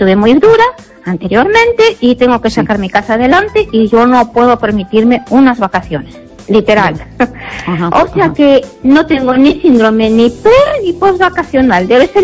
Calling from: Ourense, Galicia, Spain; Mira, hola. Mira, bueno … de Orense.

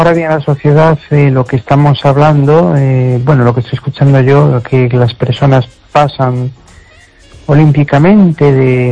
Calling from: Amoeiro, Galicia, Spain; de Amoeiro.

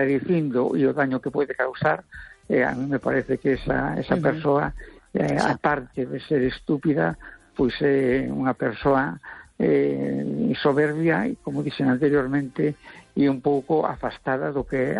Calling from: A Coruña, Galicia, Spain; de La Coruña.

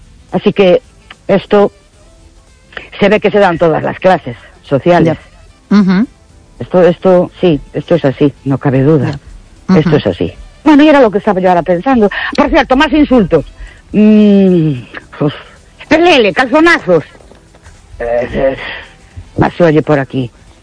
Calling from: Elche, Valencian Community, Spain; Buenas noches … de Elche otra

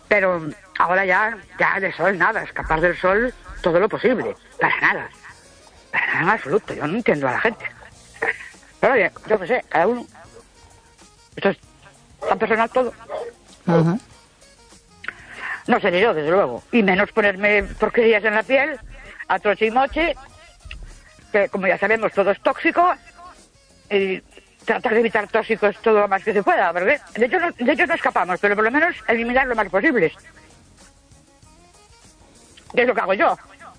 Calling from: Ourense, Galicia, Spain; Buenas noches. … de Ourense.

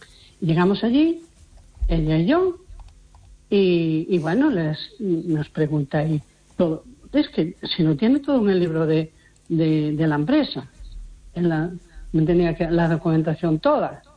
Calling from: A Coruña, Galicia, Spain; de Coruña.

